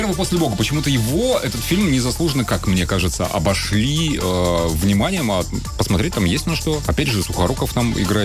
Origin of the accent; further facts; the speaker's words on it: Polyarny, Murmansk Oblast, Russia; То, что этот фильм снимался не просто в Мурманской области, а в моем Полярном, в родном городе. Ну, как родном, я все равно не там родился, но большую часть жизни я там прожил.